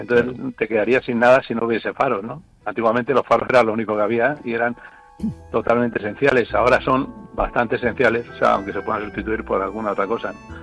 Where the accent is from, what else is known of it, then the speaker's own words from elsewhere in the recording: Madrid, Community of Madrid, Spain; moved away as an adult; yo soy de Vallecas. Vivíamos en la avenida Albufera